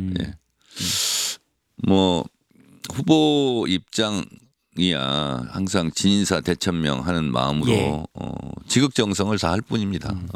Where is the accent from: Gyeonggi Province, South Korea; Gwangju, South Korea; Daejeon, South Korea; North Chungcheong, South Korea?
Daejeon, South Korea; also born or lived in South Chungcheong; 그래서 충청이 낳고 대전이 기르고 처갓집은 전남 강진이고 지역구는 서울이고